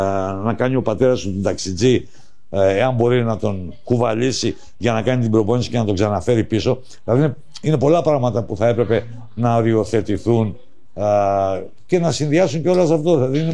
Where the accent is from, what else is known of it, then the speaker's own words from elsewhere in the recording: Rethymno, Crete, Greece; moved away; για την πατρίδα μου, την ιδιαίτερη, το Ρέθυμνο.